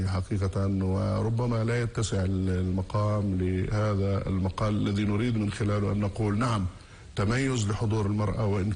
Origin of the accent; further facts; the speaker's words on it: Palestine; وأنا أفخر كفلسطيني